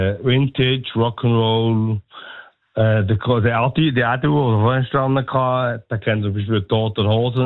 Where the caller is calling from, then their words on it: Bern, Switzerland; Wir sind Berner